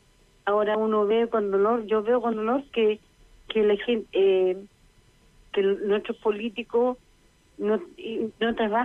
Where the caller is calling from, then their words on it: Chile; somos todos chilenos